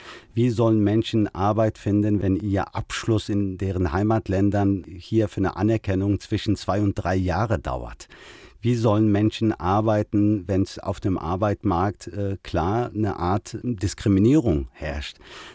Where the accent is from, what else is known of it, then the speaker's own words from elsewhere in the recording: Germany; Ich gehöre in diese Gesellschaft. Ich bin Deutscher. Aber ich habe auch eine Identität.